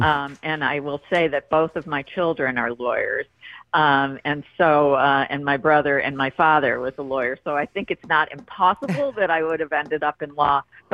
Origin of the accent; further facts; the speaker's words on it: Buffalo, New York, United States; I was the top editor of the Buffalo News in my hometown of Buffalo